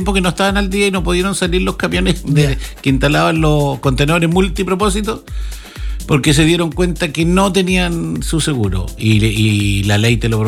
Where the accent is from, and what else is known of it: Castro, Los Lagos, Chile